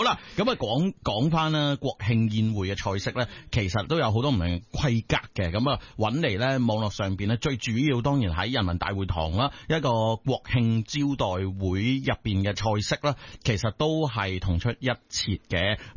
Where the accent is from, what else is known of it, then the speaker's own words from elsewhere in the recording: China; 外吹内软啊，同我哋中国人嘅心一样啊